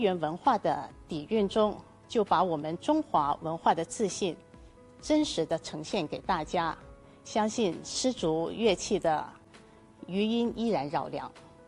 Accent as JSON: {"language": "Chinese", "country": "Macau", "said": "我们的传统的优秀的中华文化始终呢是作为我们澳门人的精神底色。"}